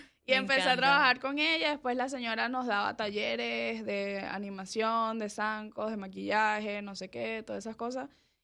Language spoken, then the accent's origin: Spanish; Guatire, Miranda, Venezuela; moved away as an adult; now in Panama; nosotros somos de Caracas, de un área que se llama Guatire, que es como a 2 horas de Caracas.